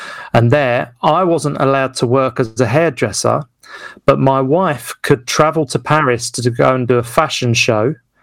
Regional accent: Westcliff-on-Sea, East of England, United Kingdom; doing a show in Westcliff in my hometown

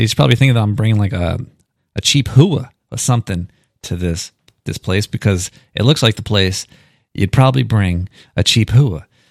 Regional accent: New York City, New York, United States; I'm from Brooklyn.

